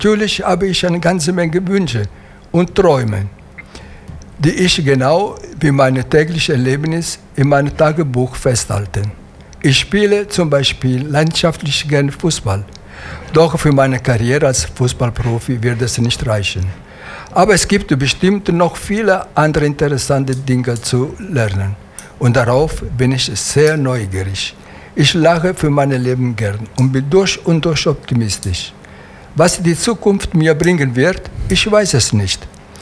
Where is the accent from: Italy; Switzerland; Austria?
Italy; German is a second language; moved away as an adult; now in Germany; Sicher, in meinem Herz ist immer Italien da. Ich bin Italiener.